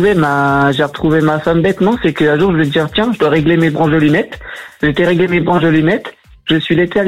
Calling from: Dunkirk, Hauts-de-France, France; moi je viens de Dunkerque.

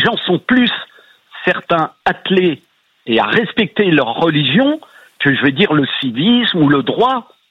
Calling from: Occitanie, France; De l'Aveyron.

